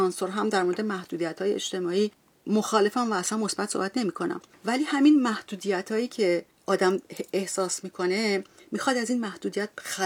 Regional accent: Hamadan, Iran; moved away as an adult; now in Japan; بعد از این همه سال که من خارج زندگی می‌کنم، من انقدر ایرانیم، حتی همدانیم.

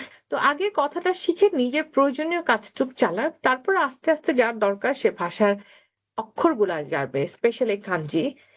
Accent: Dhaka, Dhaka Division, Bangladesh; now in Japan; আসলে আমার জন্ম ঢাকায়, আমি বড় হয়েছে রামপুরাতে, আমার দাদার বাড়ি গোপালগঞ্জে। আমার ছোটবেলার মেমোরি বলতে সব ঢাকাতেই, মাঝে মাঝে হয়তো তখন গোপালগঞ্জে দেখতাম।

